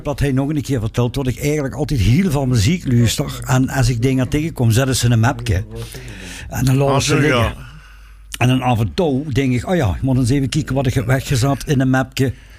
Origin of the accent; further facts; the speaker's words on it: Maastricht, Limburg, Netherlands; Ik ben geboren in Maastricht in de Jonkeruilstraat in 1960. 3 juni.